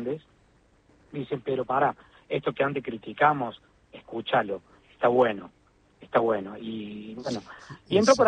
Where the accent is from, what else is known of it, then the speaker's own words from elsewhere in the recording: Córdoba, Argentina; now in Villa Elisa, Argentina; Cuando yo era gurí, obviamente en mi casa paterna, ahí en Córdoba, en Barrio Cofico, un lugar lindo, modesto, obviamente, lo que yo podía en esa ocasión, en esos años. Después lo mudé a la zona norte de Córdoba